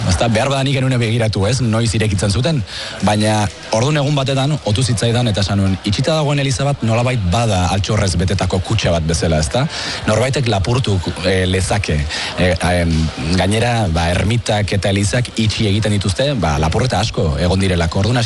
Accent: San Sebastián, Basque Country, Spain; ni Donostiarra naiz, orduan nire kuadria guztia zegoen

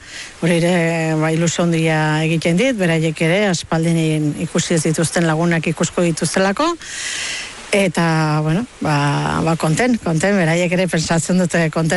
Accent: Lesaka, Navarre, Spain; born there; also born or lived in Dixon, California, United States; Julianek 7 urte, Beñardo lau, eta ni bi … itzuli ginen Lesakara

